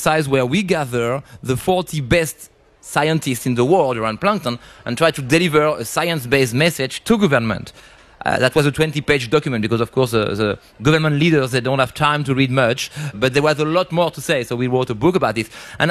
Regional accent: France; English is a second language; I come from France, and I was in Civit. I come from France.

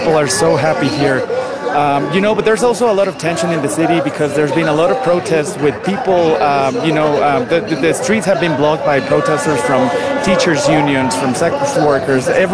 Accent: Guadalajara, Jalisco, Mexico; That game will be played in my hometown of Guadalajara.

